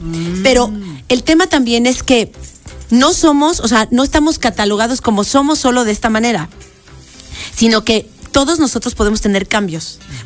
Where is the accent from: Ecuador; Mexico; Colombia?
Mexico